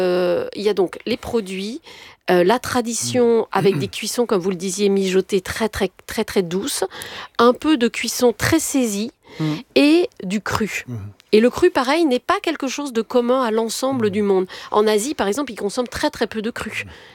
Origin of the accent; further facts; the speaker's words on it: Tunisia; born there; Mais je suis née en Tunisie.